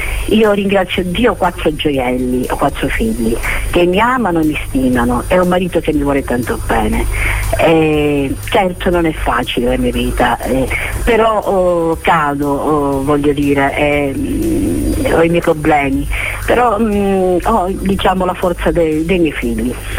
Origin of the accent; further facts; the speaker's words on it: San Cataldo, Sicily, Italy; vengo da provengo di San Gattardo, provincia di Caltanissetta.